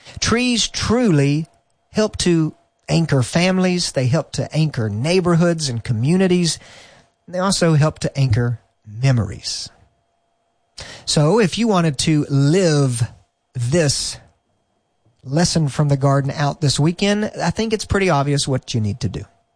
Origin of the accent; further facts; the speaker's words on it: the South, United States; In my hometown, there's a little community. It's very old. It was started probably 100 years ago, kind of a mill town. You know, in the South, there's a lot of mill towns.